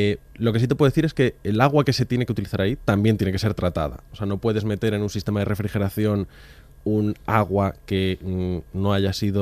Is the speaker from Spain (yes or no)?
yes; Madrid, Community of Madrid, Spain